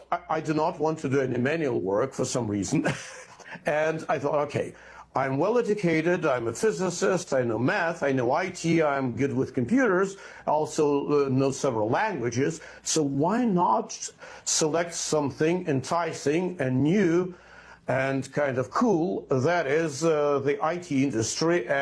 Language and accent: English; Moscow, Russia; English is a second language; I'm from Moscow, Russia, originally born there, and I'm a single and lonely child.